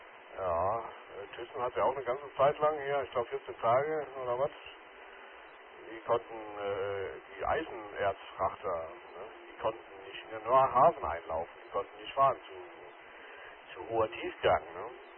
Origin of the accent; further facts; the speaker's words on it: Mannheim, Baden-Württemberg, Germany; Ich habe mit einem Kollegen gesprochen, in Mannheim-Seckenheim, wo ich groß geworden bin. Das ist ein bisschen dörflich damals noch gewesen, heute ist er Spree bebaut.